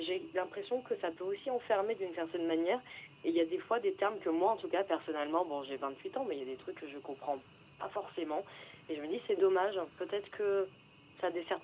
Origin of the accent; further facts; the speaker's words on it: Limoges, Nouvelle-Aquitaine, France; je viens de Limoges à la base